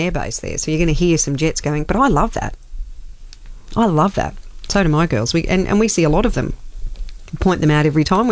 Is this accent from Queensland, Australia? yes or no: yes; Logan, Queensland, Australia; I actually don't know where Wood Hill is in Logan, and I grew up around the Logan area, so I'm not sure where that is.